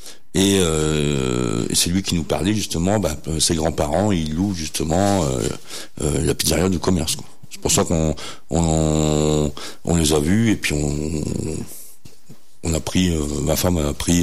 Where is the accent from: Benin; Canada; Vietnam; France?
France; Hauts-de-France; moved away as an adult; now in Trièves, France; mon épouse et moi, on vient du Nord-Pas-de-Calais, côté de Béthune.